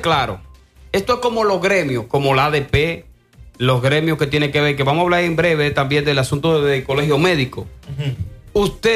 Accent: Dominican Republic

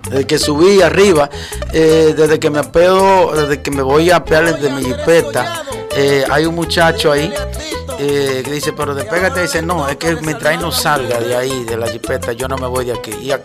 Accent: Moca, Espaillat, Dominican Republic; Que es en mi tierra.

